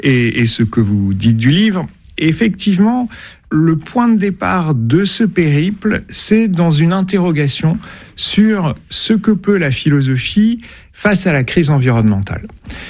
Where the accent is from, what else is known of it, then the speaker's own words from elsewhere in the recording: Landes, Nouvelle-Aquitaine, France; j'ai grandi dans les Landes